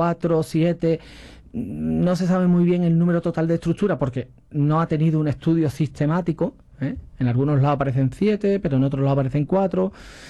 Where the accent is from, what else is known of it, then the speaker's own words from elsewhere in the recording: Guadalbecerro, Andalusia, Spain; Yo soy de Guadalbecerro, del Becerro, natural de Guadalbecerro, yo estudié el instituto aquí en Ronda